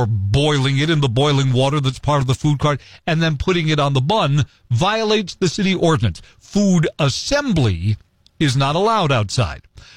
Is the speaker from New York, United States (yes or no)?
yes; Brooklyn, New York, United States; If you've ever lived in a big city, Like I have. I mean, I grew up in Brooklyn. I know all five boroughs of New York, Manhattan, Staten Island, the Bronx, Queens.